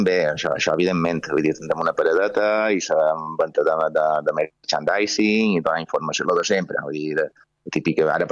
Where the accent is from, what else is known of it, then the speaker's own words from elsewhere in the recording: Pollença, Balearic Islands, Spain; jo som de Pollença